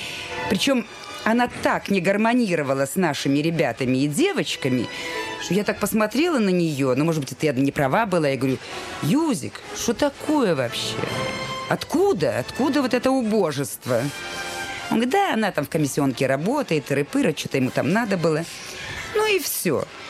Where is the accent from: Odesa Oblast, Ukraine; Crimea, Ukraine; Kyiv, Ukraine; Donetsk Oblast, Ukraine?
Kyiv, Ukraine; Мой первый муж, он был москвич, а я киевлянка. Я училась в Киевском театральном институте имени Карпенко-Карова.